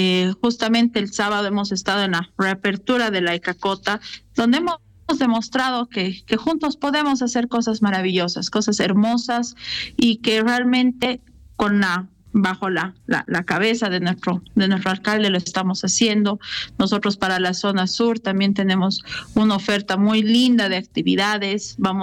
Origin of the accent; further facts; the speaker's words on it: La Paz, Bolivia; Como paceños, creo que es un mes que nos realza, que hace que ese corazoncito paceño vibre